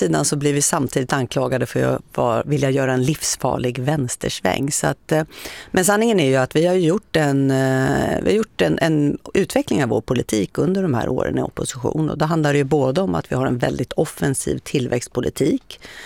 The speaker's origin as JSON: {"language": "Swedish", "town": "Uppsala", "region": "Uppsala County", "country": "Sweden", "tie": "born or raised there", "moved": "yes", "lives_now": "Stockholm, Sweden", "said": "när jag växte upp i Uppsala"}